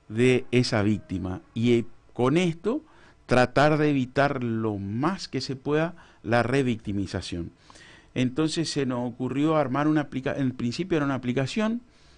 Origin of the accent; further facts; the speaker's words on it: Formosa, Argentina; somos dos formoseños, un salteño y Sofi, que es la tucumana.